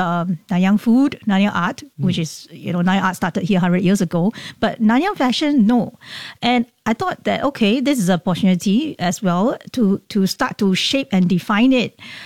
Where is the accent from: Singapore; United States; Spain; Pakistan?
Singapore; born there; I think it started with my when I was young, because I was born in Singapore, but my parents are Malaysian.